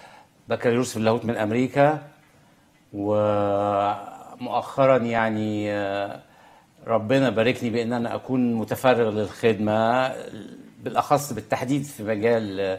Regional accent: Minya, Minya Governorate, Egypt; أنا من مواليد المنيا

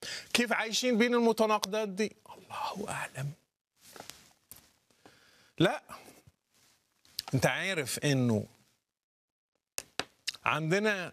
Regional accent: Morocco; احنا عندنا في المغرب يحرم قانونيا، ممنوع تبيع الخمر لأي واحد مسلم

